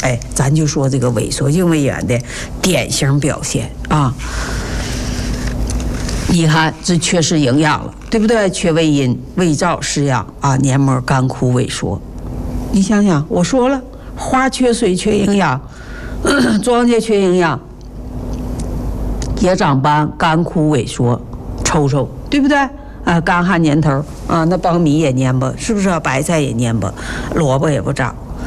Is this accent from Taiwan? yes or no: no; China